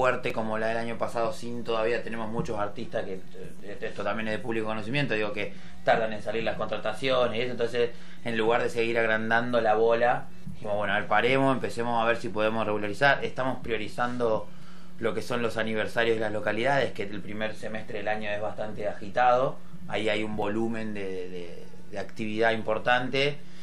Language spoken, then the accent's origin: Spanish; La Plata, Buenos Aires Province, Argentina; Yo vengo en el barrio de Tolosa